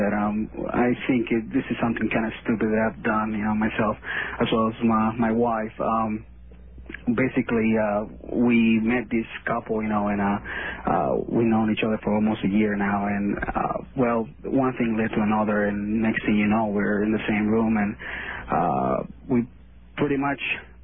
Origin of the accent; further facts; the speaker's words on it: Venezuela; now in United States; Venezuela.